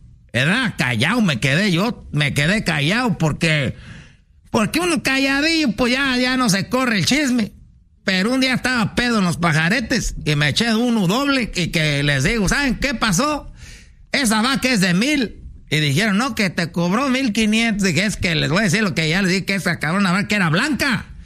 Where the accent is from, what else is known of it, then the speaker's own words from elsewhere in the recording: Michoacán, Mexico; como somos de allá de Michoacán, andamos allá para donde está esto de la mariposa monarca